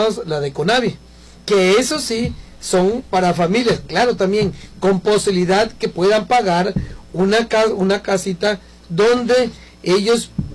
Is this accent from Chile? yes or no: no; Tabasco, Mexico; moved away as an adult; now in Ciudad Juárez, Mexico; Muchos hermanos de Veracruz, de Oaxaca, de Chiapas, de Tabasco, de donde yo soy.